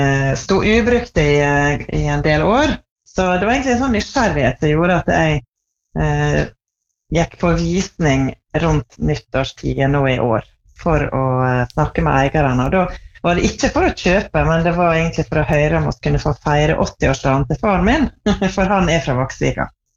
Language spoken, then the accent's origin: Norwegian; Tresfjorden, Møre og Romsdal, Norway; Jeg vokste opp I Tresfjorden, som da på andre siden av fjellet. Da jeg var der, far min var prest I Tresfjorden